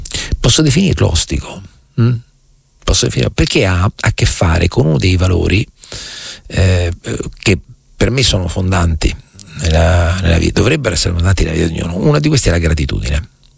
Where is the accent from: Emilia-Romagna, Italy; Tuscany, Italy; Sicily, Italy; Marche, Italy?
Marche, Italy; now in Rome, Italy; io non sono nato a Roma, ma mi sento profondamente romano, il che non significa negare le mie origini. Cioè, quando io parlo con qualcuno, mi dico, tu sei, io sono marchigiano, lo dico sempre, cioè, perché è una cosa alla quale tengo. Le mie radici sono lì